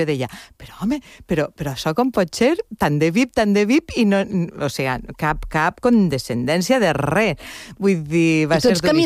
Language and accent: Catalan; Valencian Community, Spain; Increïble, perquè jo vinc de la Serra de Mariola, precisament.